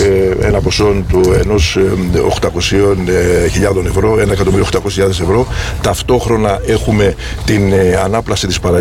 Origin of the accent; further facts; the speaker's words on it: Zakynthos, Ionian Islands, Greece; προσφέρατε έργο στο νησί μου